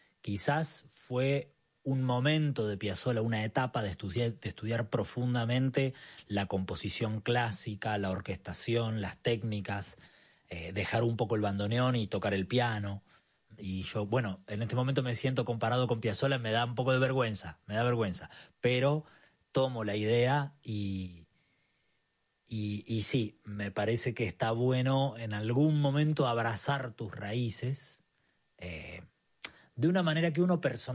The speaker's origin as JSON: {"language": "Spanish", "country": "Argentina", "lives_now": "Buenos Aires, Argentina", "said": "yo vengo de acá, yo soy argentino, yo estoy viviendo en Buenos Aires hace 15 años"}